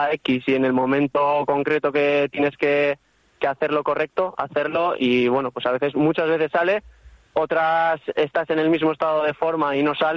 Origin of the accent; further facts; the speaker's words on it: Ermua, Basque Country, Spain; ser chupinero en mi pueblo